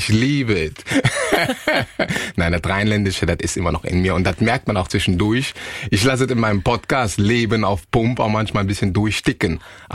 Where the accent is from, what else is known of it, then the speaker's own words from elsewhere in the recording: Ghana; Nee, der Daddy ist aus Ghana gekommen. Ja. Mhm. Wir kommen aus Ghana, Mama auch.